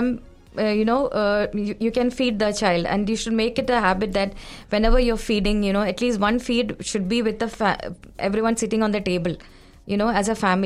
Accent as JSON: {"language": "Malayalam", "town": "Kozhikode", "region": "Kerala", "country": "India", "tie": "born or raised there", "said": "Kozhikode."}